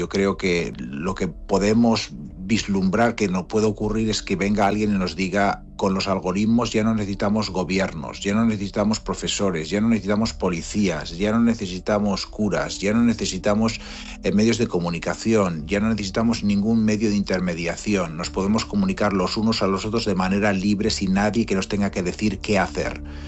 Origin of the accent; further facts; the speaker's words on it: Chalamera, Aragon, Spain; now in Sweden; en mi caso, del siglo pasado, en los años 90, y en mi caso en la España rural. Así que el libro también es un trayecto geográfico y a través del tiempo entre un presente en Suecia, que es donde escribí esta novela, un pasado en mi pueblo, Chalamera